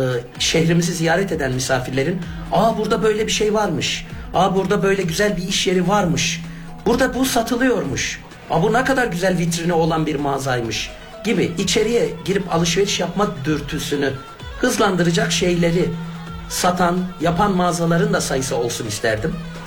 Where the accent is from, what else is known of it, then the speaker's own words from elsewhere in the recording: Kilis, Kilis Province, Turkey; burada doğduk, şükürler olsun. Burada okuduk, hamd olsun.